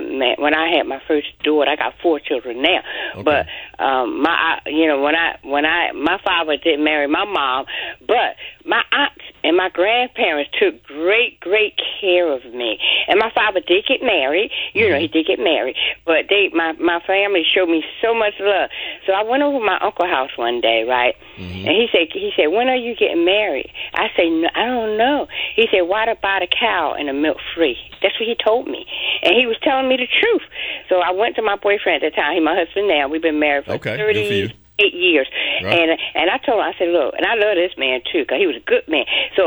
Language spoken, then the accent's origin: English; Philadelphia, Pennsylvania, United States; I just started like 2 months ago, and I'm from Philadelphia.